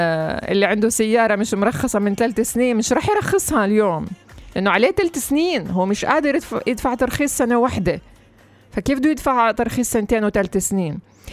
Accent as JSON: {"language": "Arabic", "country": "Palestine", "said": "إحنا كمان كفلسطينيين"}